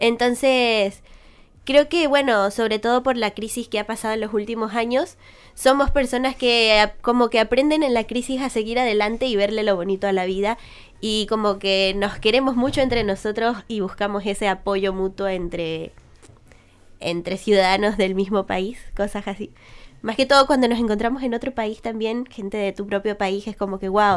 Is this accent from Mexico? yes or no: no; Barinas, Venezuela; moved away; Bueno, yo soy de Barinas, Venezuela, no sé si saben más o menos en qué parte es, pero es más o menos en los llanos de Venezuela.